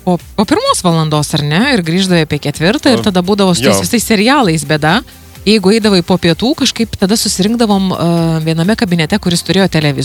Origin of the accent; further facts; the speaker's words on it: Panevėžys, Panevėžys County, Lithuania; gimtajame mieste Panevėžyje